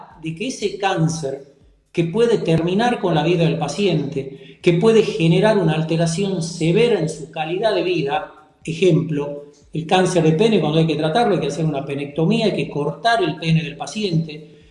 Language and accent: Spanish; Tucumán, Argentina; accent: tonada; Me traicionó un poquito la tonada, soy de Tucumán.